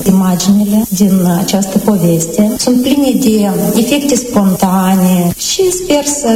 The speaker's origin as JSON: {"language": "Romanian", "town": "Coșnița", "region": "Dubăsari District", "country": "Moldova", "tie": "born or raised there", "said": "Predau la școala de arte din satul meu natal, Coșnița."}